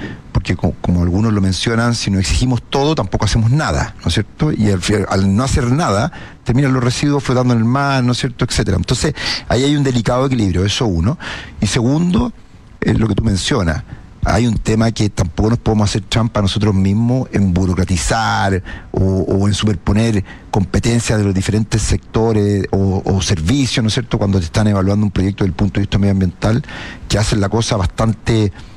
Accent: Chile; como sociedad chilena lo aprobemos medioambientalmente

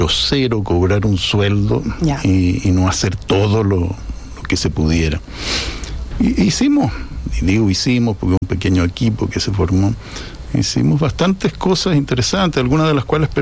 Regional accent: Chile; moved away as an adult; now in Madrid, Spain; sigo siendo más chileno, a pesar de que soy español también.

